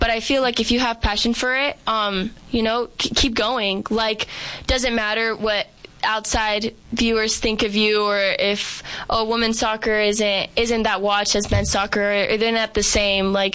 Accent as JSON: {"language": "English", "town": "Phoenix", "region": "Arizona", "country": "United States", "tie": "born or raised there", "said": "But I love Arizona. I grew up here. I'm from Phoenix."}